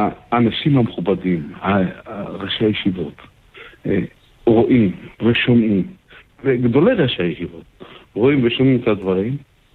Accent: Kfar Chabad, Central District, Israel; אני גדלתי בחב"ד.

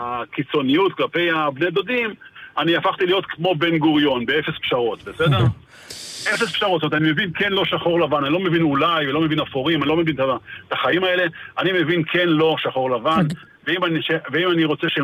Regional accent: Be'eri, Southern District, Israel; moved away as an adult; זה איפה שגדלתי, איפה שגידלתי לילדים, איפה שרחבתי סוסים ואיפה שרחבתי אופניים.

